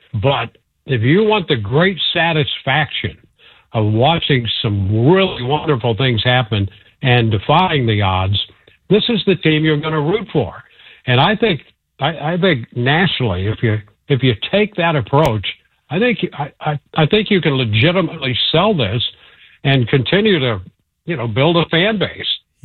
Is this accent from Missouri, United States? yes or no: yes; St. Louis, Missouri, United States; I grew up in St. Louis.